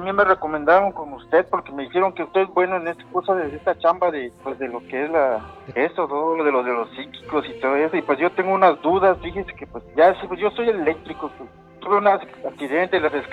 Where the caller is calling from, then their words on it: Chetumal, Quintana Roo, Mexico; Aquí de la ciudad de Chetumal.